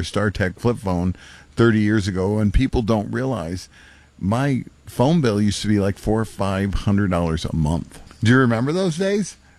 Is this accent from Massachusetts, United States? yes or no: no; New York, United States; when I grew up in New York